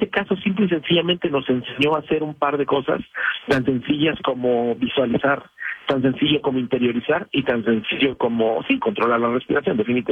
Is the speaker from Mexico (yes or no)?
yes; Mexico; allá en Monterrey, en Nuevo León, siempre en México, en mi país